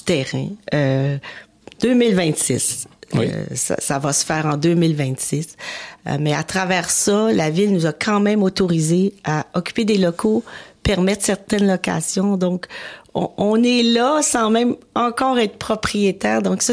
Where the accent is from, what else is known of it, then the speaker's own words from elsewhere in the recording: Laval, Quebec, Canada; born there; moi, je suis une Lavalloise, je vous le dis, là, je suis née à Laval, à environ à 20 minutes du lieu qu'on transforme. Puis je suis fière de ma ville.